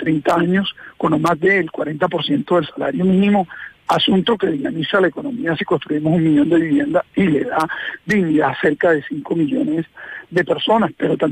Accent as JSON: {"language": "Spanish", "region": "Caribbean Region", "country": "Colombia", "said": "somos del Caribe colombiano"}